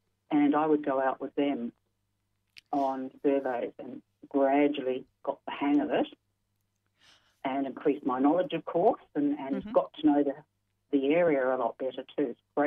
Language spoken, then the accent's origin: English; New Zealand; now in Australia; My father was quite interested in birds, and I'm from New Zealand originally. And we did have tuis in our backyard